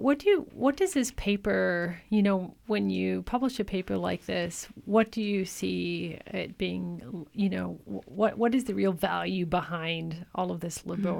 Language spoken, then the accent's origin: English; British Columbia, Canada; also born or lived in Calgary, Alberta; I'm a longtime British Columbian. Mm-hmm. I was born in Calgary, but spent my whole life in this province, really.